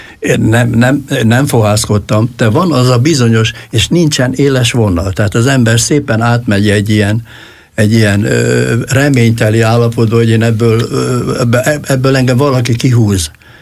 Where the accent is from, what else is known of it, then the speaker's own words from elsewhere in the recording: Zala, Hungary; Igen, én faluhelyen nevelkedtem, mert bennünket kiraktak annak idején az illetékesek. Hortobágyon már nem volt hely, úgyhogy Göcsejbe, egy kis zsákfaluba, erdő szélére